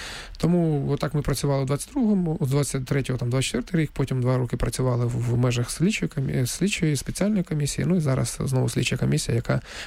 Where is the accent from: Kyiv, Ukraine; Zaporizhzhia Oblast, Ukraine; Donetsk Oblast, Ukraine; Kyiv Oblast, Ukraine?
Donetsk Oblast, Ukraine; Donetsk; тому що дійсно я сам з Донецька